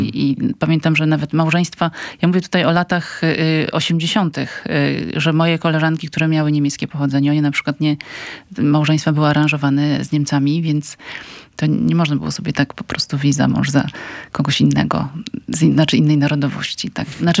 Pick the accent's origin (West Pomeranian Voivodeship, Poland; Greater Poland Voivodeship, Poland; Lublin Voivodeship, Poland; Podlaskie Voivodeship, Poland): West Pomeranian Voivodeship, Poland; ja pochodzę z Pomorza Środkowego, czyli nie jest to ani Pomorze Zachodnie, ani Wybrzeże, tylko taki wąski pas pomiędzy.